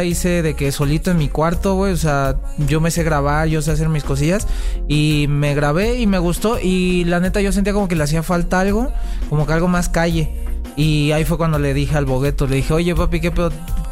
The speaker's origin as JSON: {"language": "Spanish", "town": "Tlalnepantla", "region": "State of Mexico", "country": "Mexico", "tie": "born there", "said": "O sea, yo casi no estoy en Tlalnepantla, pero yo nací en Tlalnepantla y yo represento esa."}